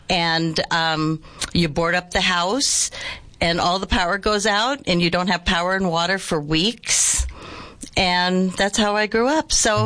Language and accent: English; Guam; now in Yuma, United States; growing up is idyllic on Guam.